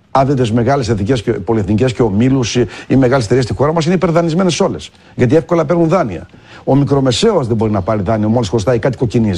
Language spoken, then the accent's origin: Greek; Greece